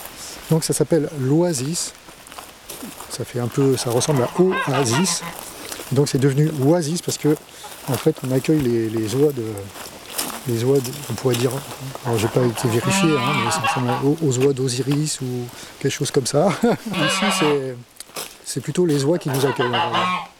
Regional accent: Île-de-France, France; moved away as an adult; je suis né en région parisienne. Enfin, je suis parisien de souche, mais le grand-père de mon grand-père était... La famille était à Fontenay-sous-Bois. Il était maraîcher, cet aïeul.

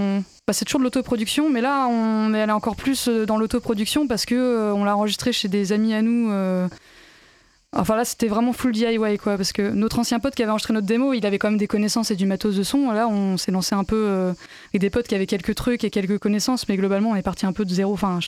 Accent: Saint-Nazaire, Pays de la Loire, France; moved away; also born or lived in Montpellier / Nantes; moi je suis originaire de Saint-Nazaire.

